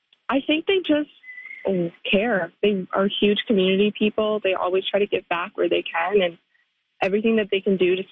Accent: Calgary, Alberta, Canada; Yeah, so I'm from Calgary. I didn't grow up on the farm. I grew up in the city

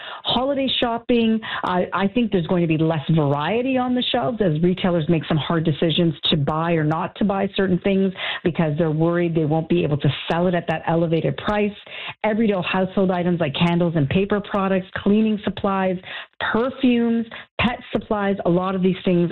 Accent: Canada

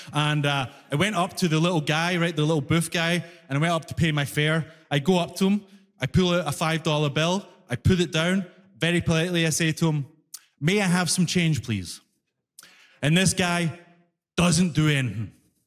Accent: Glasgow, Scotland, United Kingdom; Because that's the thing, I'm from Glasgow, right? If you don't know, Glasgow is the knife crime capital

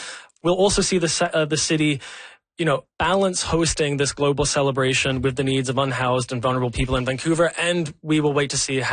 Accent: England, United Kingdom; You know, being born and raised in England, I would say I never had a choice.

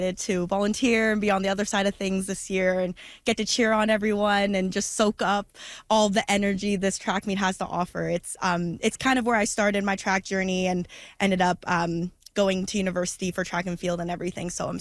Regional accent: Hay River, Northwest Territories, Canada; I grew up in Hay River and graduated from Diamond Jeunesse Secondary School in 2018.

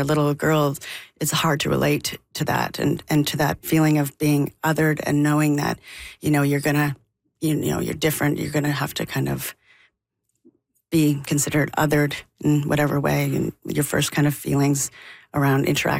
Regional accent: Calgary, Alberta, Canada; also born or lived in Jasper, Alberta; real Albertan. And I grew up half in Jasper and then on a farm or a ranch outside of Calgary for most of my life.

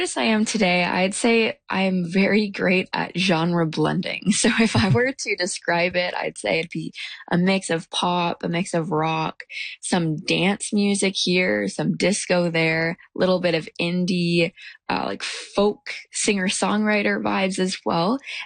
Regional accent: Huntsville, Ontario, Canada; Well, I mean, I'm born and raised in Huntsville

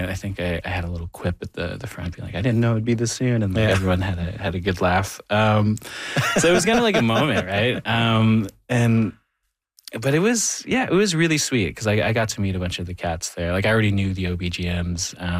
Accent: Thunder Bay, Ontario, Canada; and I bring that back even to growing up in Thunder Bay

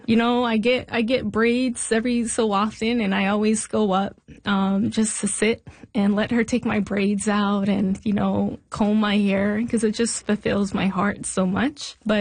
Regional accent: North Preston, Nova Scotia, Canada; Shout out to CBC for raising attention and covering like my story and who I am and being from North Preston.

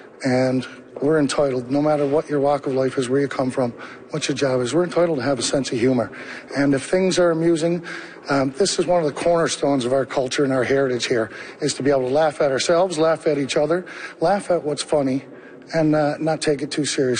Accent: Newfoundland and Labrador, Canada; As a Newfoundlander and a Labradorian

